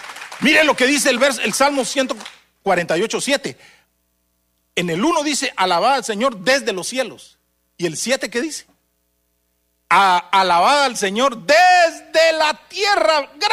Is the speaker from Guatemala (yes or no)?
yes; Guatemala; moved away